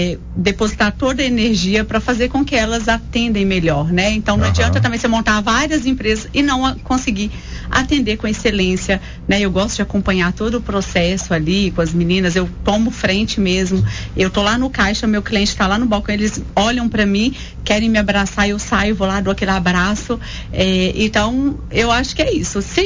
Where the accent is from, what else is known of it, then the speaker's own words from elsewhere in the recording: Coronel Fabriciano, Minas Gerais, Brazil; Eu falei, não, eu sou de Fabriciano, é a minha cidade.